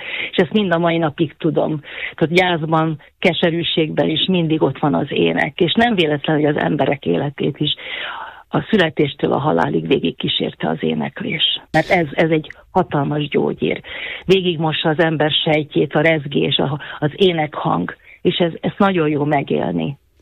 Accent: Lučenec, Banská Bystrica Region, Slovakia; Ja, igen, igen, hát Losoncon születtem, és valóban pincen éltem le életem legfontosabb gyermekéveit.

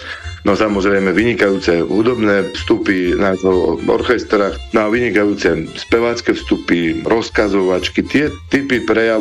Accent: Detva, Banská Bystrica Region, Slovakia; u nás v Detve

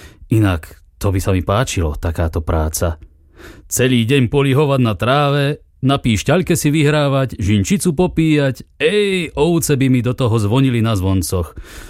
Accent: Banská Bystrica Region, Slovakia; Náhodou, veď som chlapec z Hore Hronia. Od malička som si to chcel vyskúšať.

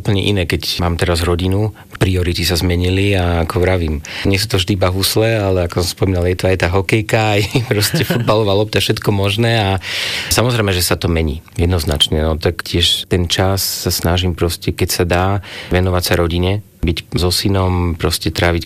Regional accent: Vrútky, Žilina Region, Slovakia; moved away; hrávam často doma vo Vrútkach, odkiaľ ja pochádzam

